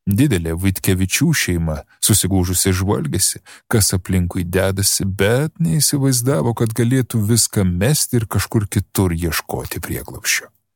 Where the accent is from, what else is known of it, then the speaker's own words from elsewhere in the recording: Samogitia, Lithuania; now in Vilnius, Lithuania; netoliese nuo mano tėviškės, Žemaitijoje.